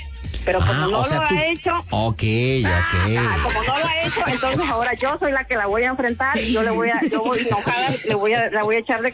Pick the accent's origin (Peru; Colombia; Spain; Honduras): Honduras; No, no, soy hondureña, mi pandita.